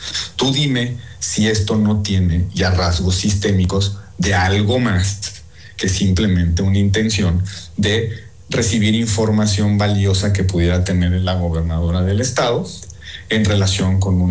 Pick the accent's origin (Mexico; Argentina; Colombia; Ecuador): Mexico; ya perdimos nuestra capacidad como mexicanos de indignarnos ante estas cosas, Pepe.